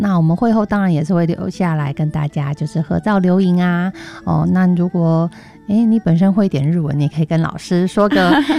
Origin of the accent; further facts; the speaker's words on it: Taiwan; 我们是来自台湾的音乐家